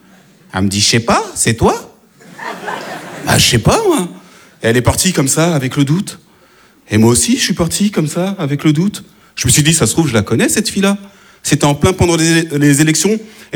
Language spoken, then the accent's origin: French; France; born there; si je parle bien français, c'est peut-être parce que je suis né en France